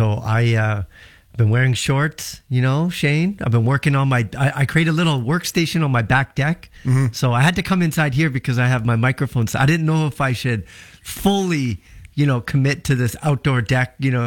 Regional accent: Canada; I'm Canadian.

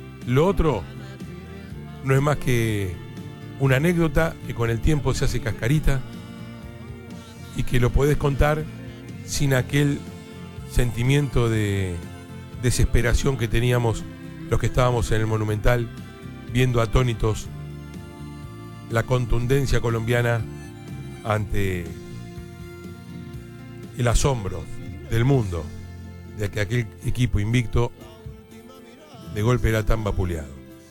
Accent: Argentina

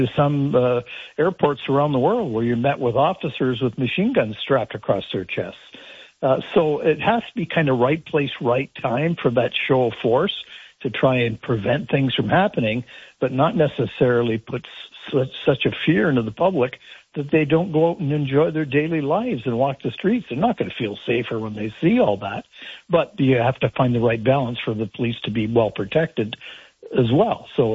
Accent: Sault Ste. Marie, Ontario, Canada; I grew up in Sault Ste. Marie

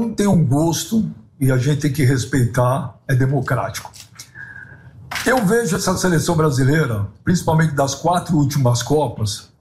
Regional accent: Brazil; Apesar de eu estar aqui a trabalho, sou brasileiro

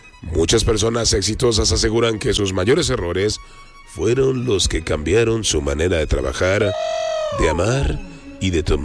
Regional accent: Mexico; no, si soy mexicano

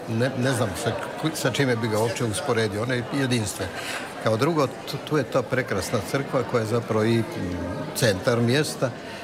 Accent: Rijeka, Primorje-Gorski Kotar County, Croatia; ja sam Riječanin rodom.

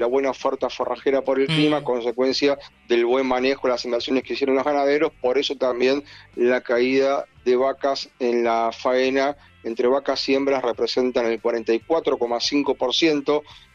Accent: Rosario, Santa Fe, Argentina; Yo soy santafesino, Caro, así que sí, probé alfajores santafesinos. Soy bien. Rosarino, de hecho.

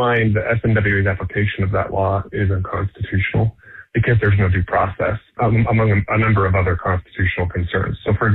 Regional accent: Arizona, United States; now in Las Vegas, United States; I grew up in Arizona. Phoenix doesn't ever cool off at night.

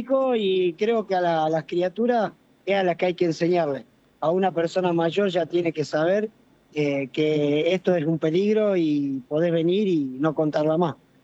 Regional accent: Rosario, Santa Fe, Argentina; moved away; also born or lived in Neuquén; soy nacido y criado en Rosario, Santa Fe. Por ahí hablo un tiro, unas palabritas en salteño

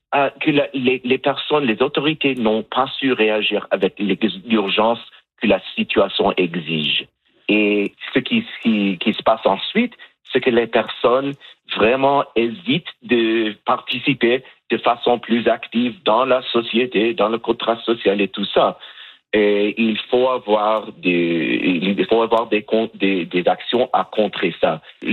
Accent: Canada; nous sommes des Canadiens, nous sommes des personnes qui veulent vivre nos vies ici en liberté

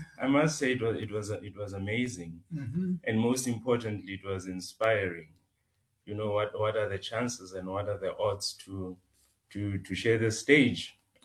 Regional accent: Potchefstroom, North West, South Africa; I'm from Potchefstroom.

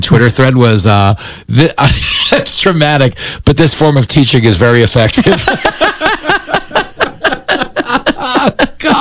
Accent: New York, United States; We grew up in Nassau County surrounded by women who say friggin'. You know what I mean? It's totally half of them have my accent.

